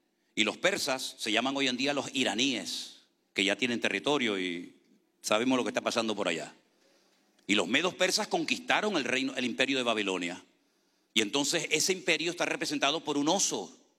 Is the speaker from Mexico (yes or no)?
no; Spain; moved away; a veces puedo yo, como español, utilizar alguna palabra, alguna expresión que a lo mejor puede chocar aquí, pero es que los españoles hablamos así